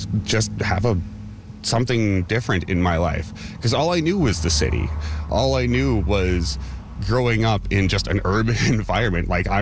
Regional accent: Saskatoon, Saskatchewan, Canada; I've lived here for about 5 years now. I moved here from Saskatoon, actually. Born and bred in Saskatoon. I'm 35 years old.

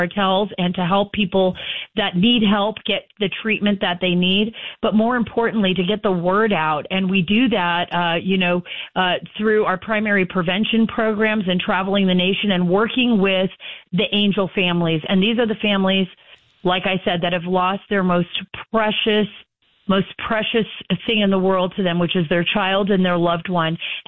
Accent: Texas, United States; born there; moved away; I'm so happy to be back in my home state now

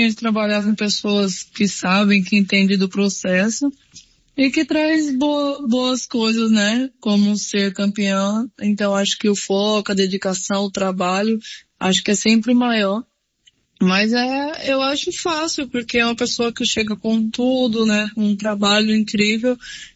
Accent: Brazil; now in Boston, United States; que somos brasileiras.

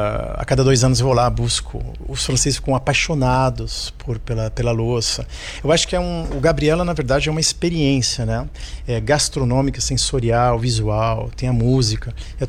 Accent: Santos, São Paulo, Brazil; moved away as an adult; also born or lived in England; eu nasci em Santos e fiquei pouco tempo por lá, uns 20 anos.

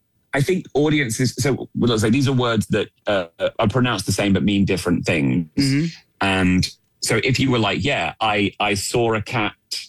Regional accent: Manchester, North West England, United Kingdom; accent: northern; I'm from Manchester.

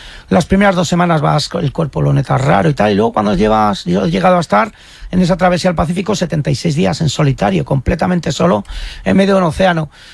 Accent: Íscar, Castile and León, Spain; Eso curte, sí, sí, es un territorio duro. Soy castellano y ahí nos hacemos duros.

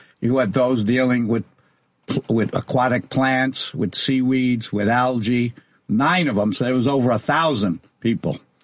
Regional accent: New York City, New York, United States; born there; Well, I was born in New York, as you know. We spell it Y-A-W-K. And in 1945, I just turned 81.

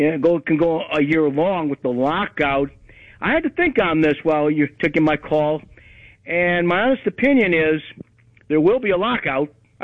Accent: Southfield, Michigan, United States; I'm from Michigan, Southfield, Michigan, but that's okay.

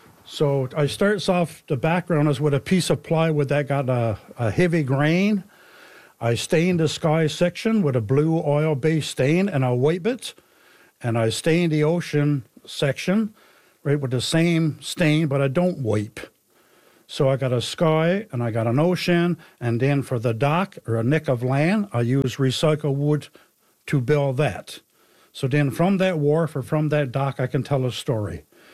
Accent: Newfoundland and Labrador, Canada; also born or lived in Corner Brook / St. John's; I was reared up here in Port Oshawa.

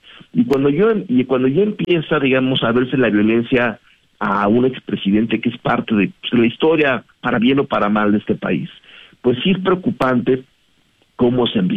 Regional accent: Mexico

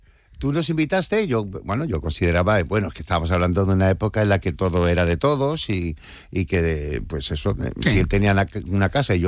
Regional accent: Cádiz, Andalusia, Spain; Pues aquí estoy, en Cádiz, ya, mi tierra.

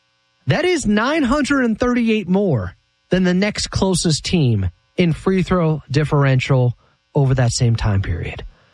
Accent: Sacramento, California, United States; Number one, as I mentioned, I'm from Sacktown.

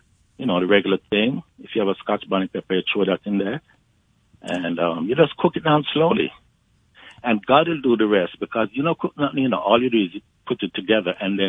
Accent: Kingston, Jamaica; I'm not a countryman. I'm from Kingston. I live in the country at times, you know, with family members, my auntie and grandfather and all that thing there. But I'm not from the country.

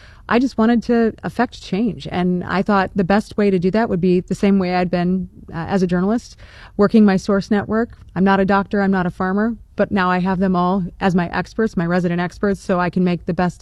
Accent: Des Moines, Iowa, United States; Born and raised in the Des Moines area. So that's where I graduated from high school, Valley. So I'm a Valley girl, if you want to call me that. But really enjoyed my upbringing here in Iowa.

